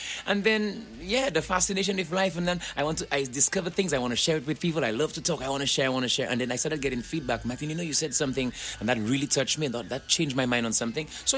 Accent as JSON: {"language": "English", "region": "Castries", "country": "St. Lucia", "tie": "born there", "said": "The beauty of St. Lucia, where I was born. You know, I was born on the Mon, you know, next to Government House area."}